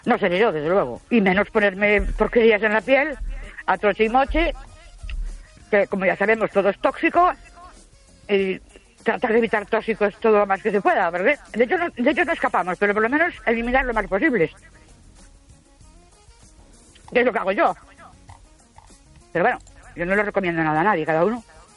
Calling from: Ourense, Galicia, Spain; de Ourense.

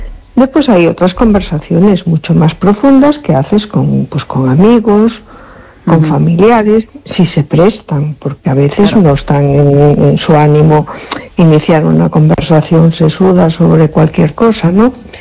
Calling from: A Coruña, Galicia, Spain; de Coruña.

